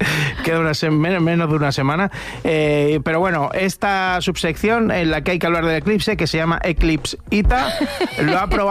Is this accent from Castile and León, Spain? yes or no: no; Galicia, Spain; Pero es que soy gallego yo.